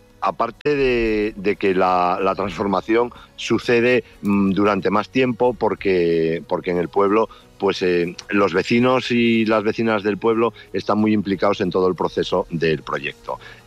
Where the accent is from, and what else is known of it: Asturias, Spain